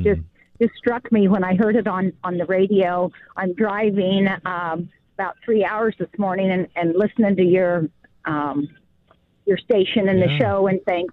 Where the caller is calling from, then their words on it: Kearney, Nebraska, United States; Phipps, south of Kearney.